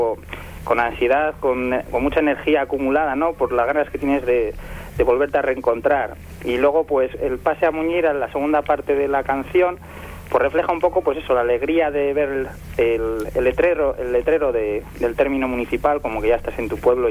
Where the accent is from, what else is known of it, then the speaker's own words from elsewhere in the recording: Escurial de la Sierra, Castile and León, Spain; moved away; íbamos de camino a mi pueblo, Escurial de la Sierra, que está al sur de Salamanca, en la Sierra de Francia